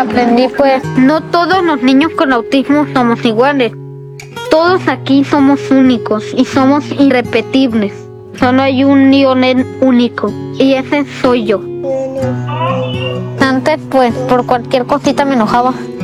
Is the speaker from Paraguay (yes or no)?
no; Tijuana, Baja California, Mexico